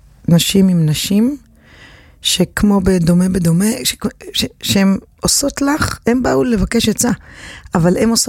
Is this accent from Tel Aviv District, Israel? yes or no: yes; Herzliya, Tel Aviv District, Israel; born or raised there